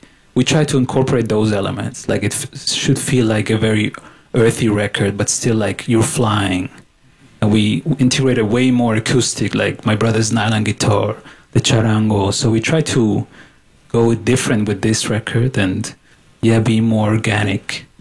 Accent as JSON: {"language": "English", "country": "Switzerland", "tie": "born or raised there", "said": "feels really personal and home in a way, even though we grew up in Switzerland."}